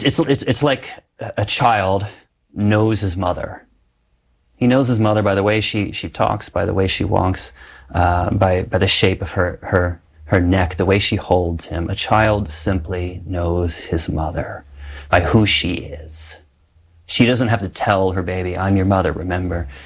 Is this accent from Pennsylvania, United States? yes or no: no; St. Louis, Missouri, United States; moved away as an adult; also born or lived in Cape Cod, Massachusetts; I'm from St. Louis.